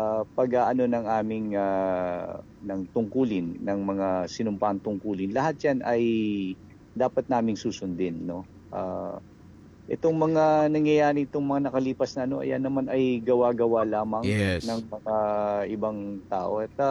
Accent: Manila, Metro Manila, Philippines; sa amin sa Manila

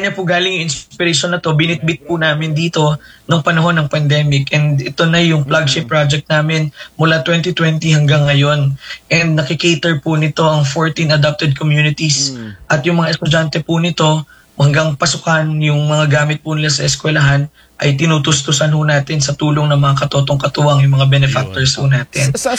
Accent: Paete, Laguna, Philippines; ang bayan po ng Paete ay ang carving capital of the Philippines and arts capital of Laguna. Sobrang ganda po ng bayan namin

